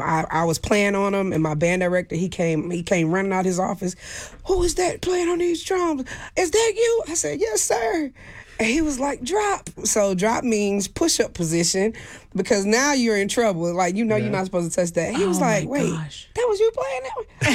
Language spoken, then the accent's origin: English; Houston, Texas, United States; I'm a former educator, to know that, like, I'm from Houston. You can make it.